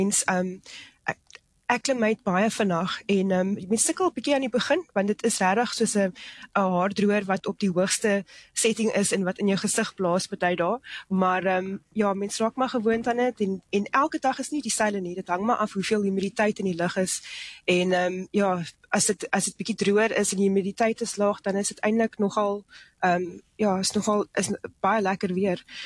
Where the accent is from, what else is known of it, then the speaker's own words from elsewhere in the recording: Port Elizabeth, Eastern Cape, South Africa; moved away as an adult; also born or lived in Johannesburg; ek is oorspronkelijk van die Ooskaap af, Port Elizabeth.